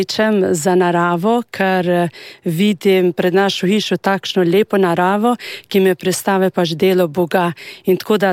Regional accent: Kosovo; Slovenian is a second language; moved away as an adult; now in Slovenia; prihajam iz Kosova, sem že 19 let v Sloveniji.

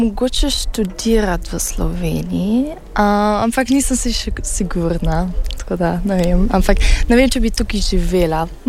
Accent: Berlin, Germany; Slovenian is a second language; Jaz sem iz Berlina, iz Nemčije.

